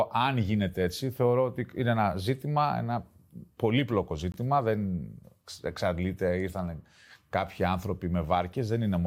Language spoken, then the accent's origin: Greek; Crete, Greece; εγώ είμαι περήφανος που είμαι κρητικός